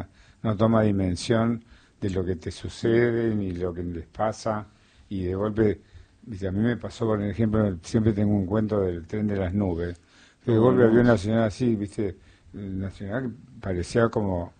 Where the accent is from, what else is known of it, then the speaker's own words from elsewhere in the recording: Tostado, Santa Fe, Argentina; yo soy de Tostado, o sea que también soy